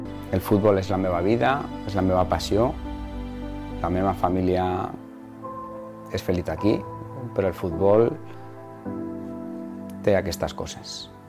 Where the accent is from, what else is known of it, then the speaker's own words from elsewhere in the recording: Girona, Catalonia, Spain; Primer a la província, perquè sóc un gironí més